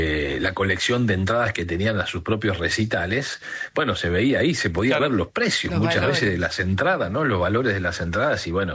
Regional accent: San Miguel, Buenos Aires Province, Argentina; Yo soy de San Miguel.

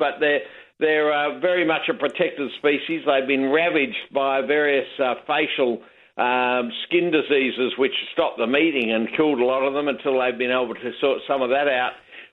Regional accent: South Australia, Australia; now in New South Wales, Australia; That's my home state, of course

